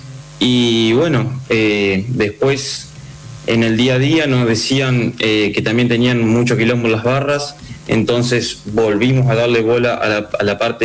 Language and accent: Spanish; Viale, Entre Ríos, Argentina; Bueno, yo soy de Viale y él es de Asencamp, pero desde chicos que nos conocemos.